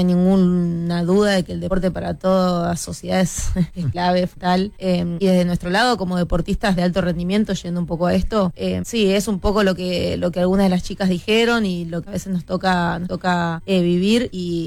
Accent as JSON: {"language": "Spanish", "country": "Argentina"}